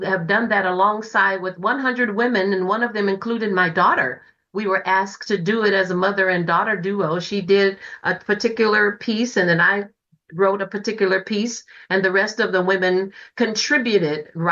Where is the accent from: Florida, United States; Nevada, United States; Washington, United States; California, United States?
California, United States; Bay Area; now in Houston, United States; I miss the Bay Area, but I'm still always a part of the Bay Area. I carry that out here and I let people know I'm from the Bay Area. I'm still a West Coast person.